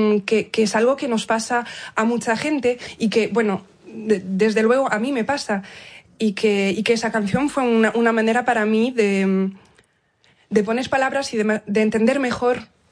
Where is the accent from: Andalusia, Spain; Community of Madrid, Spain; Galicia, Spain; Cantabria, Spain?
Galicia, Spain; Y creo que es algo, no solo del hecho de que sea gallega, sino que sea la hija de mi padre